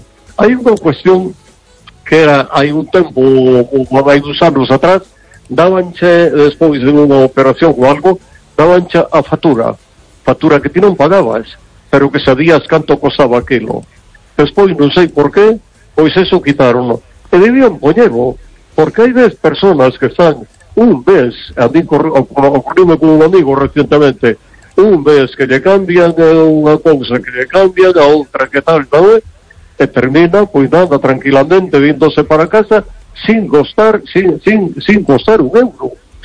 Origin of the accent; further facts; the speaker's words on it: Vigo, Galicia, Spain; Hola, buenas noches.